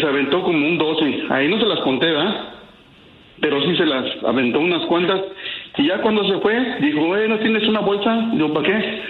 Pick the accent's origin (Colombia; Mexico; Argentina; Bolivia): Mexico; Tepatitlán, Jalisco; De Los Altos, mi preciosa Tapatía.